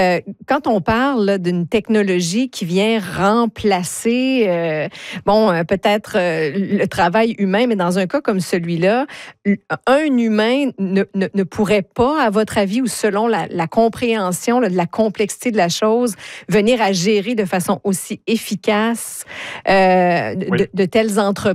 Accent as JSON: {"language": "French", "region": "New Brunswick", "country": "Canada", "said": "chez nous, au Nouveau-Brunswick"}